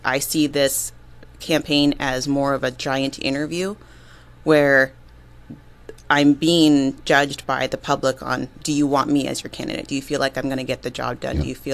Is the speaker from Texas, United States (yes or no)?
no; Alaska, United States; moved away as an adult; also born or lived in Washington; now in New England, United States; I am from Alaska. I'm Alaska native. My family moved here about 4 years ago. We spent 3 years in Washington on the way here.